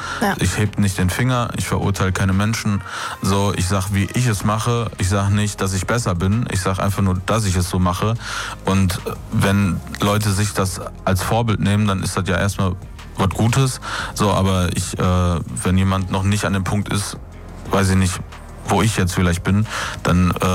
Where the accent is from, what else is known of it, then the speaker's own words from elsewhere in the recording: North Rhine-Westphalia, Germany; Also ja, ich komme aus dem Ruhrpott und mache Comedy.